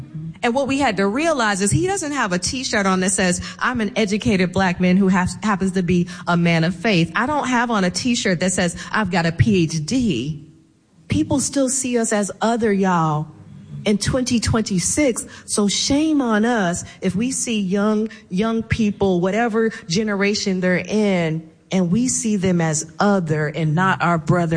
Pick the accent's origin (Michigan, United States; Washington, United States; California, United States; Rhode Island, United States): Rhode Island, United States; I grew up in Rhode Island. I went to school in Maine and Ohio.